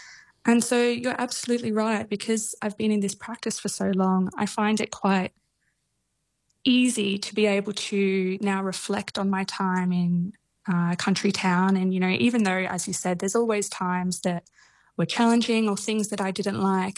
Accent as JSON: {"language": "English", "town": "Bairnsdale", "region": "Victoria", "country": "Australia", "tie": "born or raised there", "said": "It was actually a one-hour journey because I grew up in Bairnsdale, but the high school that I went to was in Sale, which is about an hour outside of Bairnsdale."}